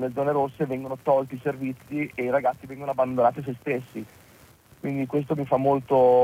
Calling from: Bologna, Emilia-Romagna, Italy; io sono di Bologna.

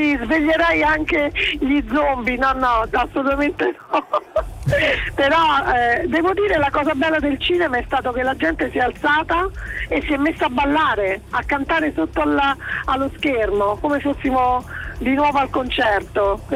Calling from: Rome, Lazio, Italy; io sono romana

